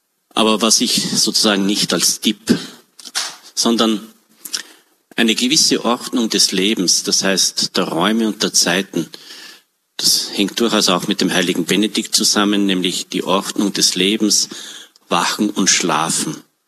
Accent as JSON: {"language": "German", "region": "Upper Austria", "country": "Austria", "said": "Oder bei uns im Innviertel, auch im Tiroler Oberland, wo ich ja auch viel war, hat's geheißen, nicht geschimpft ist gelobt genug."}